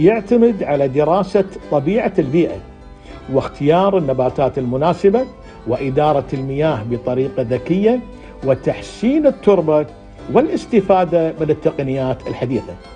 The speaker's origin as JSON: {"language": "Arabic", "country": "Kuwait", "said": "وعندنا في الكويت"}